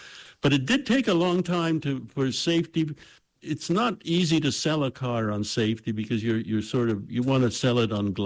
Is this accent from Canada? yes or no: yes; Canada; I grew up in Canada, which is quite very cold, which creates all sorts of special problems for cars.